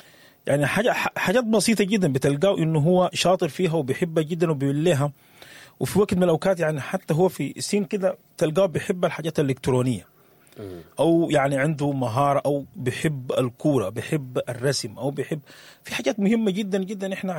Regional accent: Sudan

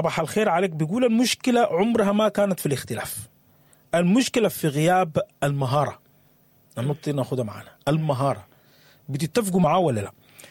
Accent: Sudan; يبري أرضنا السودان

